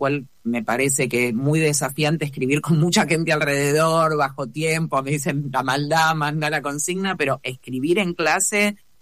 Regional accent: Buenos Aires Province, Argentina; now in Buenos Aires, Argentina; yo también me crié en una zona más alejada de la capital y no había tantas opciones. Ahora, bueno, está lo virtual, pero poder un poco devolver, yo nací en esa zona

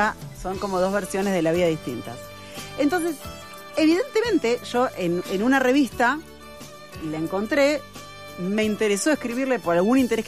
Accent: Santander, Cantabria, Spain; Soy Libra, nací y vivo en Santander, capital de Cantabria, que es una pequeña comunidad autónoma al norte de España.

